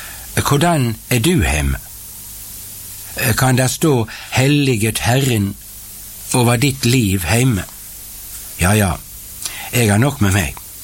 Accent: Bergen, Vestland, Norway; utenfor biblioteket hjemme i Bergen

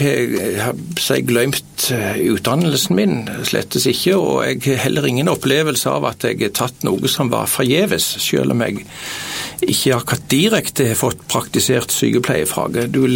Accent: Varhaug, Rogaland, Norway; moved away as an adult; now in Nærbø, Norway; jeg er født og oppvaksen på Varhaug

